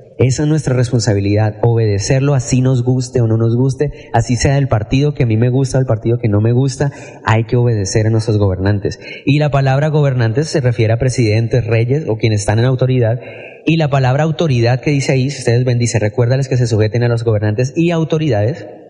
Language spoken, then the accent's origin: Spanish; Cali, Valle del Cauca, Colombia; Los cristianos somos primero de Dios y después colombianos, primero de Dios y después caleños.